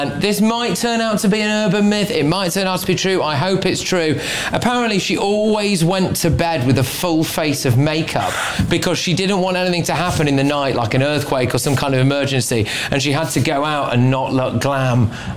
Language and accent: English; United Kingdom; And obviously I don't quite put … at the same level as that as a Brit